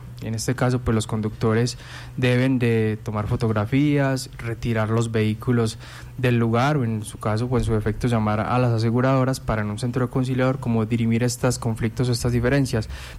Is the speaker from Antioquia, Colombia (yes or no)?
yes; Guarne, Antioquia, Colombia; los que somos de Guarne